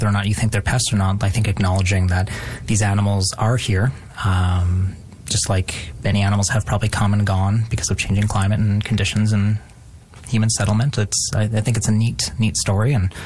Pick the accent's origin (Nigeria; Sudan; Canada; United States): Canada; Calgary, Alberta; living in southern Alberta and Calgary all my life, that it was a novelty that had finally come to my own city